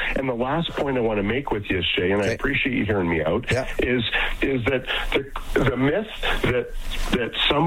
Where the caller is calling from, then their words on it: Calgary, Alberta, Canada; And I'm calling from Calgary.